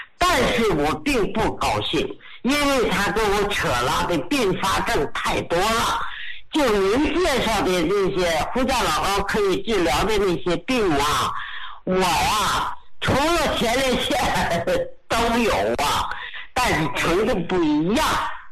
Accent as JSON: {"language": "Chinese", "region": "Beijing", "country": "China", "said": "我先说我是北京的"}